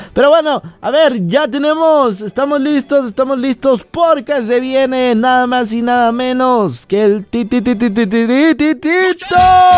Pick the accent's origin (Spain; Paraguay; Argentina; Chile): Paraguay; somos paraguayos. Yo soy paraguayo. Aquí, Paraguay.